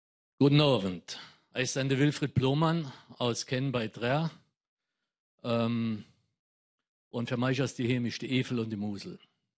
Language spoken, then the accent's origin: German; Rhineland-Palatinate, Germany; Lasst von Kurt Beck bis zum dicken Kanzler, den sie alle Birne genannt haben, dann habe ich das politische Spektrum abgedeckt, waren alles Pfälzer. Und ich bin Rheinland-Pfälzer.